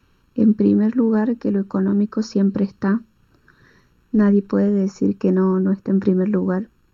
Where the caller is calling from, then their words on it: Pilar, Córdoba, Argentina; Nosotros somos de Pilar, departamento Río Segundo.